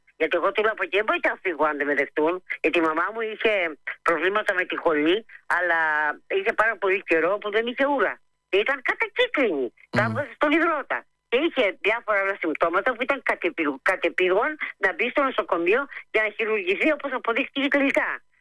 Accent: Chalcis, Central Greece, Greece; Γιατί είμαι από τη Χαλκίδα και δεν τη γυρίζω πίσω.

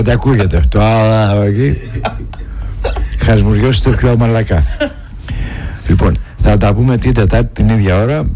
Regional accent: Greece; Κουνημένοι γενικώς είμαστε εμείς ως Έλληνες.

